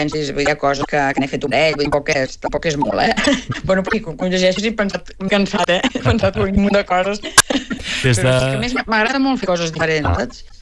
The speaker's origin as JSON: {"language": "Catalan", "town": "El Vendrell", "region": "Catalonia", "country": "Spain", "said": "jo soc del Vendrell i tenim aquí Pau Casals, com a senyera"}